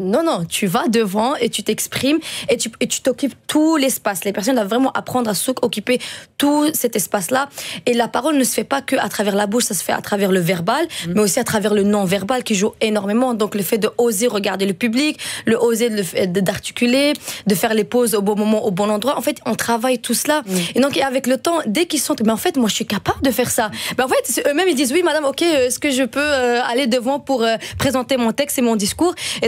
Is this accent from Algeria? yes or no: no; Antwerp, Flanders, Belgium; first language Dutch; French is a second language; moi, j'ai grandi à Anvers. J'étais néerlandophone de base.